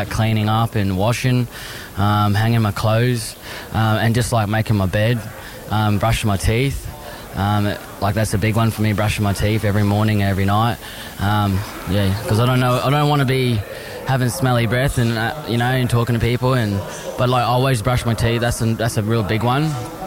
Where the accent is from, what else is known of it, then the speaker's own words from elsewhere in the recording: Caboolture, Queensland, Australia; my hometown in Caboolture.